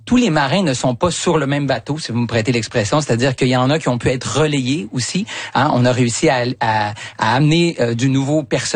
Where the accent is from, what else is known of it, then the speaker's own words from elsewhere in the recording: Canada; En fait, avant le conflit, on pouvait même, en tant que Canadien, y aller sans visa.